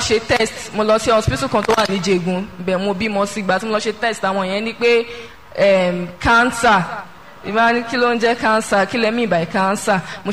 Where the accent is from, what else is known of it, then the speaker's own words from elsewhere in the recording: Igando, Lagos, Nigeria; Mo wá láti Igando ní Èkó.